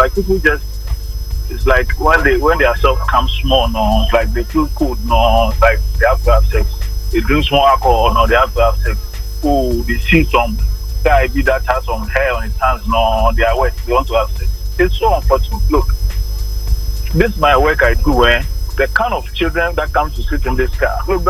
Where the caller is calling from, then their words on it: Ghana; I'm a Ghanaian.